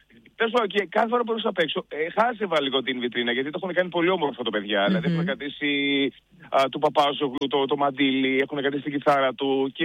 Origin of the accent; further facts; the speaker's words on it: Thessaloniki, Central Macedonia, Greece; now in Athens, Greece; εγώ είμαι από τη Θεσσαλονίκη, όπως μπορεί να γνωρίζετε.